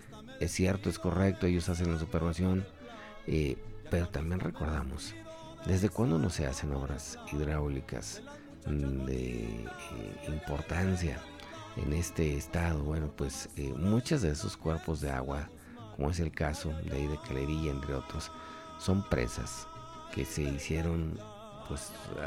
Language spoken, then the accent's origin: Spanish; Genaro Codina, Zacatecas, Mexico; se tronó e inundó la mitad de mi pueblo allá en Genaro Codina